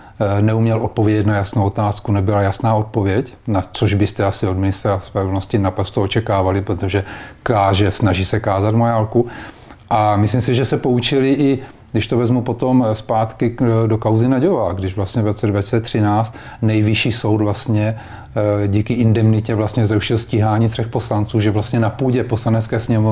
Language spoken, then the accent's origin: Czech; Brno, South Moravian Region, Czechia; já jsem z Brna, tak samozřejmě vím, jak se v Brně o tom mluví